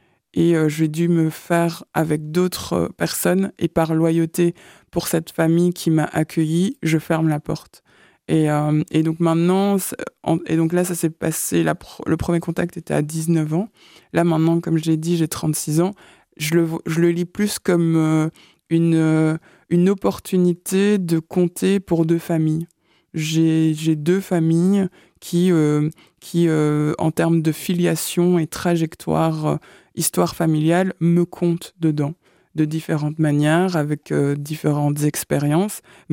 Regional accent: Goma, North Kivu, DR Congo; Moi, je viens de la région de Goma, donc comme beaucoup de personnes le savent, je pense, qui est en guerre civile depuis plus de 30 ans

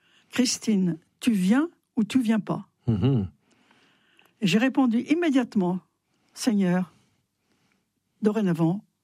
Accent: France; Moi, j'aime la France. Hein. J'aime profondément la France. Je suis une Française.

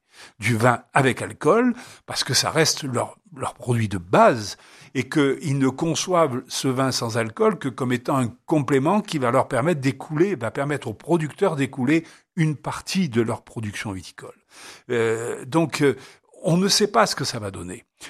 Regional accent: Provence-Alpes-Côte d'Azur, France; en Provence, où je viens, moi, du Var

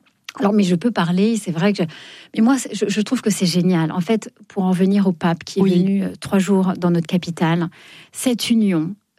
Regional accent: Fontainebleau, Île-de-France, France; Moi, je viens de Fontainebleau.

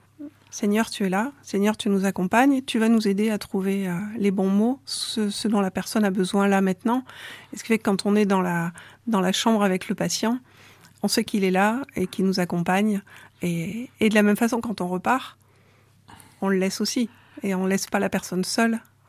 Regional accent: Saint-Chamond, Auvergne-Rhône-Alpes, France; Donc oui, je suis née à Saint-Chamond, donc j'ai grandi dans la paroisse protestante de Saint-Chamond, d'un papa catholique qui est devenu protestant en se mariant. Et donc du coup, on a grandi dans la paroisse de Saint-Chamond

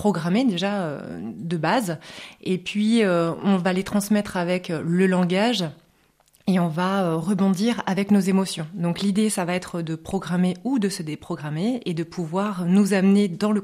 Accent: Bayeux, Normandy, France; moved away as an adult; Tout à fait, je suis née à Bayeux, je suis une vraie bajocasse.

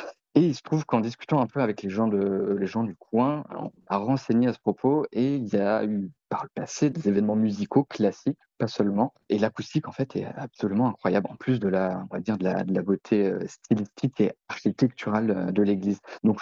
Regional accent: Lannion, Brittany, France; Moi, en fait, je suis originaire de Lannion, un tout petit peu au nord de Lokenvel, de Belle-Île-en-Terre.

